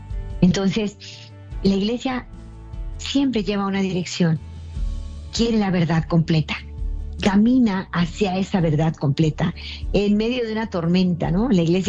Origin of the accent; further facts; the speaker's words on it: Mexico; now in Guadalajara, Mexico; en mi país, que es México.